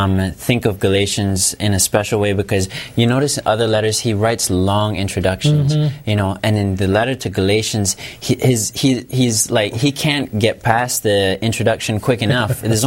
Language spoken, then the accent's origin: English; Cayman Islands; I'm from the Cayman Islands.